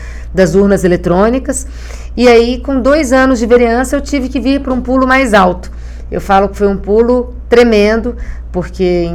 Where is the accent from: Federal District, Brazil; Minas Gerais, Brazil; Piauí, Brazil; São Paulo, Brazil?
Federal District, Brazil; Brasília; moved away; Eu venho de Brasília, moro aqui há 23 anos.